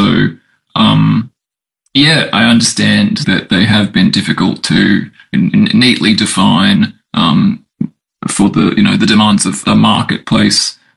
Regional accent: Brisbane, Queensland, Australia; I'm from Brisbane. I visit Melbourne from time to time.

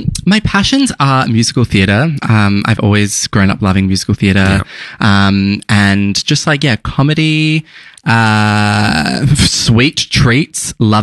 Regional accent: Adelaide, South Australia, Australia; moved away as an adult; now in Melbourne, Australia; You may be listening from Adelaide. I grew up in Adelaide.

